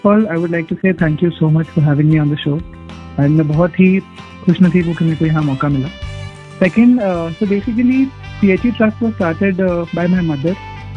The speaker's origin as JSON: {"language": "Hindi", "town": "Lucknow", "region": "Uttar Pradesh", "country": "India", "also_born_or_lived": "Sidhauli", "said": "हम लोग लखनऊ से हेल करते हैं, हम लोग मतलब ओरिजिनली लखनऊ से है, लखनऊ के पास भी हमारा गाँव है सिधौली करके।"}